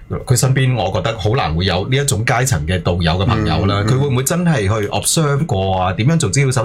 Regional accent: Hong Kong; 長大，我住慈雲山嘅

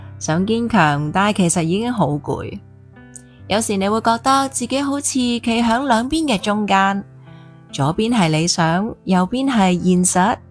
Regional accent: Hong Kong

